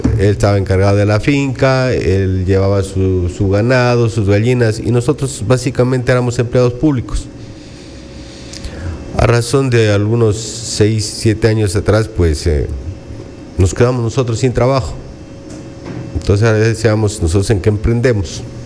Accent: Zamora, Zamora-Chinchipe, Ecuador; also born or lived in Spain; yo soy zamorano, ya tengo 51 años recién cumpliditos

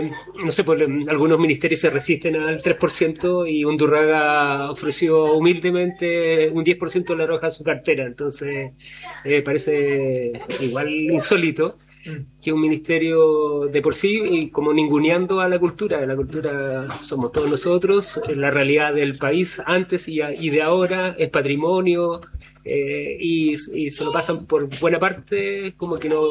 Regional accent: Chile; lo que nos da forma de ser como latinoamericano y como chileno

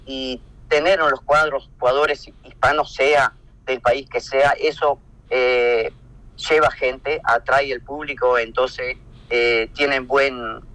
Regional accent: Tacuarembó, Uruguay; born or raised there; moved away

